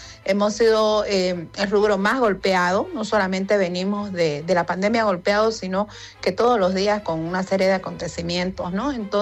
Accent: Bolivia; como bolivianos, primero concienciarnos de conocer lo que es nuestro país

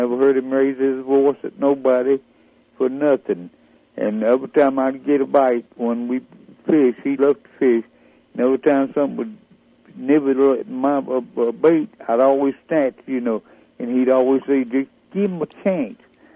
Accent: Covington, Georgia, United States; born there; also born or lived in Porterdale, Georgia / Griffin, Georgia; now in McDonough, United States; I was born down there in Covington, and Social Circle ain't very far over there.

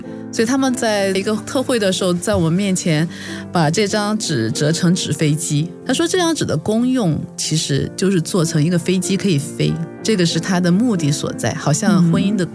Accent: China; 但我们中国人的传统里面，

